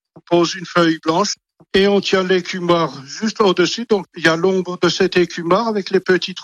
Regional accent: France; chez nous en France.

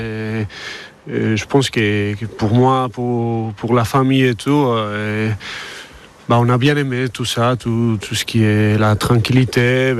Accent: Basque Country, Spain; now in France; Moi je suis basque, je suis d'un village à côté de Saint-Sébastien, un très bel endroit.

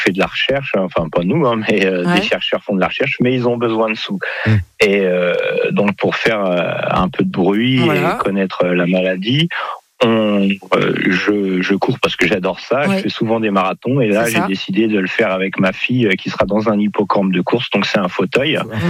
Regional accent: Normandy, France

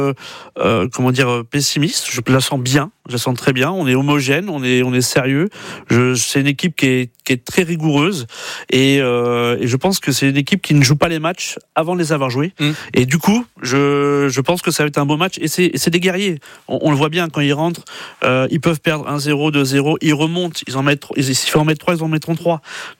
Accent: Paris, Île-de-France, France; Et quand on est parisien, et ben on est fier d'afficher ses couleurs.

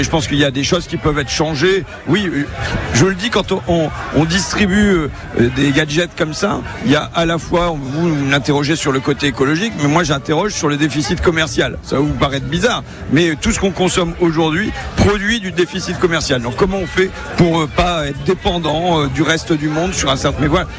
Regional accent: Hauts-de-France, France; je passais mes étés chez moi, en Picardie.

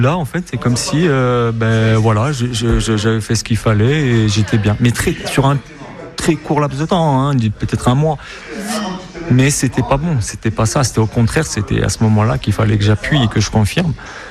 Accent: Lyon, Auvergne-Rhône-Alpes, France; born there; now in Bastia, France; je suis né à Lyon, Lyon 3, de père corse et de mère italienne. J'ai toujours grandi dans la culture corse parce que ça parlait pas beaucoup français à la maison, donc on n'avait pas trop le choix si on voulait communiquer. Et après je suis rentré à Bastia très tôt

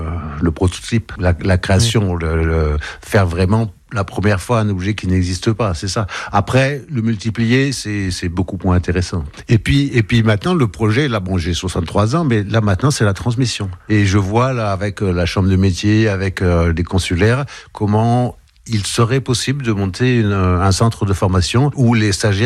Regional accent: Auvergne-Rhône-Alpes, France; Je suis originaire de l'Auvergne

